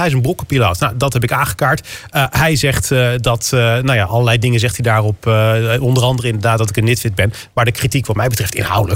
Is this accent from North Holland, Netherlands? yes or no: no; North Brabant, Netherlands; Maar ik ben in Brabant opgegroeid.